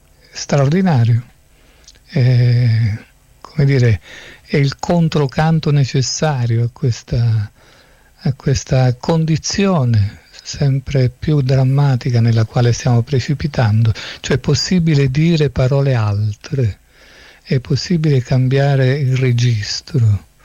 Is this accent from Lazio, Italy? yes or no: no; Naples, Campania, Italy; Io che vengo da Napoli